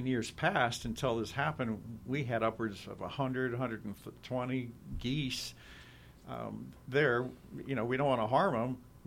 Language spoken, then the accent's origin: English; Warrensburg, Missouri, United States; We're just lucky to be in Warrensburg. I'm so happy to be living here in my hometown.